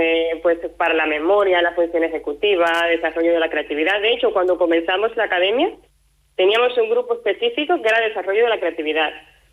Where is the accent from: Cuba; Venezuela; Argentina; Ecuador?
Cuba; now in La Rioja, Spain; Sí, yo salí de Cuba sola. O sea, llegué aquí prácticamente por agrupación familiar, ¿vale? Mi esposo es español.